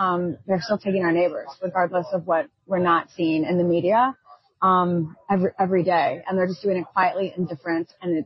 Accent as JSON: {"language": "English", "region": "Illinois", "country": "United States", "said": "I'm from Southern Illinois."}